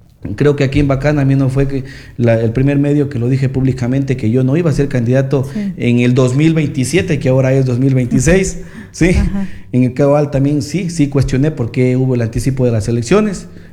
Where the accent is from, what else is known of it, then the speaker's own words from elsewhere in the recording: San Pedro de Vilcabamba, Loja, Ecuador; el desarrollo tanto de mi parroquia, de mi cantón y también de mi provincia de Loja.